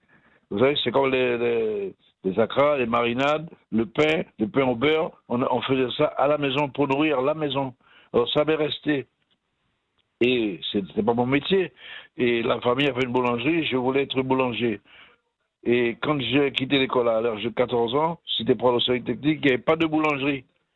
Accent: French Guiana; moved away; Chez nous, en Guyane, on ne connaît pas ça.

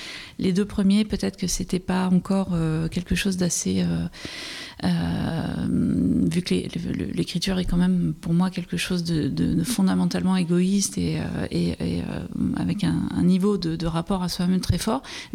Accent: Nouvelle-Aquitaine, France; j'ai grandi près de Bordeaux, dans un milieu populaire

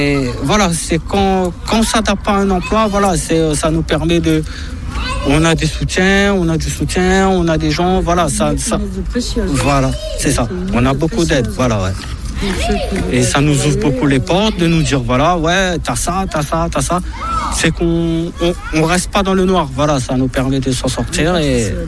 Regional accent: Réunion, France; moved away; quand je suis arrivé parce que j'étais un peu chaud, je venais de la Réunion.

